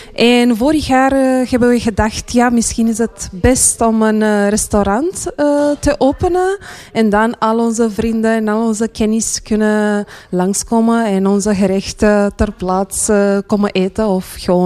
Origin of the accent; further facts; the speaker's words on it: Romania; now in Belgium; We zijn Roemeens.